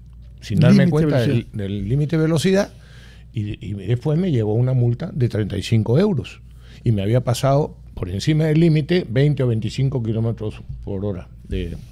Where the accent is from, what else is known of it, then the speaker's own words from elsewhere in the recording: Peru; a mí me indignó como peruano.